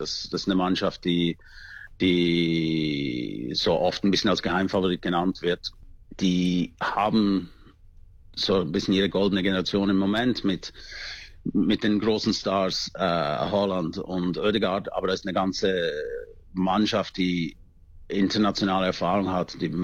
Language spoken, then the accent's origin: German; Switzerland; Als Schweizer